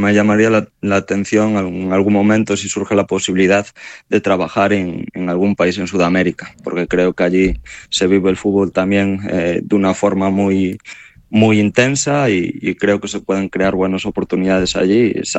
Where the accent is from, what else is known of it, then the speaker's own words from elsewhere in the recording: Galicia, Spain; moved away as an adult; now in China; Cuando salí de Galicia mi idea era, voy a China, estoy allí un mes, 2 meses, si me gusta pues acabo mi contrato, si no me vengo para mi casa